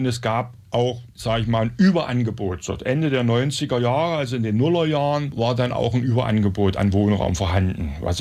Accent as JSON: {"language": "German", "town": "Wolfen", "region": "Saxony-Anhalt", "country": "Germany", "tie": "born there", "said": "Ich bin in Wolfen geboren, das ist nicht so weit weg hier."}